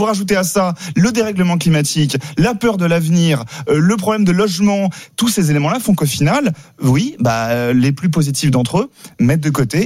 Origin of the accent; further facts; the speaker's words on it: France; nous sommes français